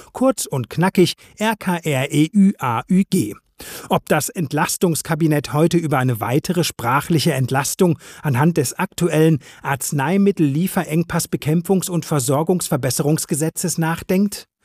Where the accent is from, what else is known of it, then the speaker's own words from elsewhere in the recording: Plettenberg, North Rhine-Westphalia, Germany; Denken wir nur daran, wie in meiner Heimatstadt Plettenberg, ebenfalls im Sauerland, vor 2 Jahren ein Kakteenverbot in Schulen und Behörden durchgesetzt wurde